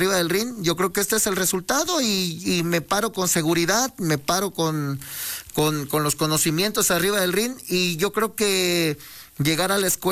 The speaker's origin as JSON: {"language": "Spanish", "region": "Veracruz", "country": "Mexico", "tie": "born or raised there", "said": "a la escuela del puerto de Veracruz, donde yo nací, donde yo crecí, en arenas que no tenían techo, que no tenían piso, en una colonia que se llama Dos Caminos"}